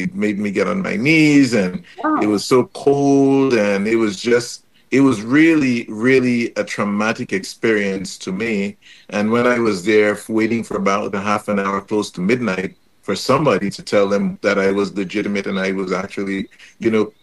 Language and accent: English; St. Croix, U.S. Virgin Islands; moved away as an adult; also born or lived in Bellevue Chopin, Dominica / Washington, D.C., United States; now in Dominica; I was born in Belle-Vie-Chopin. And my family moved to the U.S. Virgin Islands when I was six. That was in the late 1960s. Which is where I grew up. My formative years were spent on St. Croix